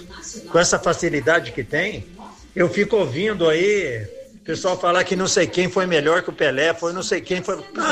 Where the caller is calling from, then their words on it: Presidente Prudente, São Paulo, Brazil; aqui de Presidente Prudente.